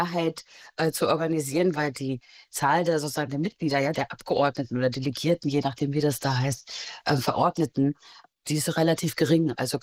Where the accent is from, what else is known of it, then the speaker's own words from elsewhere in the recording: Mecklenburg-Vorpommern, Germany; Die, also wenn ich nach Mecklenburg fahre, fahre ich natürlich nach Mecklenburg, gerade als Mecklenburgerin.